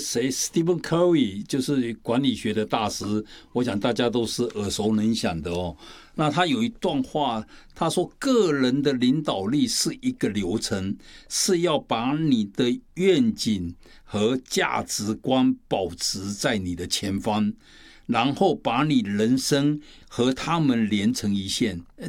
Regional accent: Taipei, Taiwan; 我今年70岁了，在台北住了就70年。

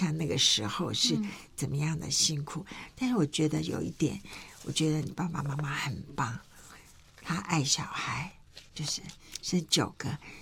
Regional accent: Taiwan; 我是在眷村长大的嘛，那我们家是六个小孩

